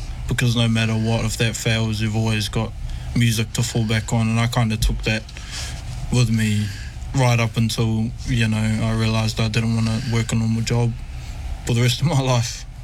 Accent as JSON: {"language": "English", "town": "Hamilton", "region": "Waikato", "country": "New Zealand", "tie": "born or raised there", "said": "Kia ora whanau … I'm born and raised in Hamilton. My whanau is from Ngāti Kaungunu and Ngāti Kairo and Kawhia."}